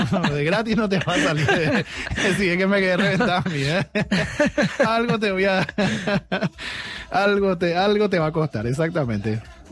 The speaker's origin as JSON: {"language": "Spanish", "country": "Paraguay", "said": "yo soy paraguayo también como ustedes."}